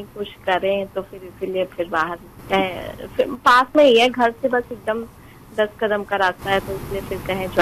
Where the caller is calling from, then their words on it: Mughal Sarai, Uttar Pradesh, India; हम मुगल सराय से बोल रहे हैं